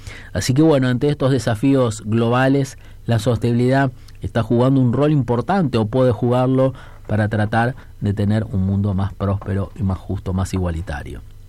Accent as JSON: {"language": "Spanish", "country": "Argentina", "said": "nos sentimos, digamos, como argentinos también muy identificados"}